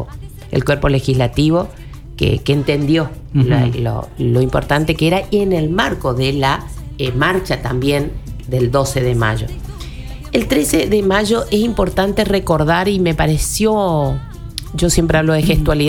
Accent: Argentina

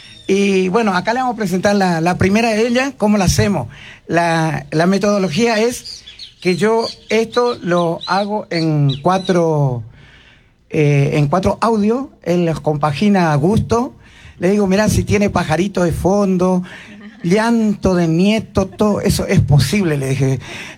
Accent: Colonia Carlos Pellegrini, Corrientes, Argentina; lo que yo escuchaba de niño en mi pueblo de Colonia Carlos Pellegrini, orilla de Liberá, donde en ese tiempo que yo era niño la gente saludaba todo en guaraní, y en el guaraní yopará, que es propio del pueblo.

